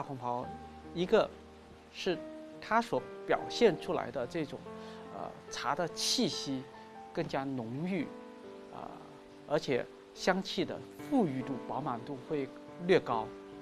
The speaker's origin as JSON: {"language": "Chinese", "country": "China", "said": "更综合了我们中国人儒家的这种思想，"}